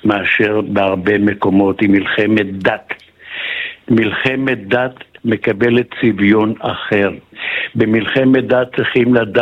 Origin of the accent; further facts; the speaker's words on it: Tiberias, Northern District, Israel; אני יליד בריה.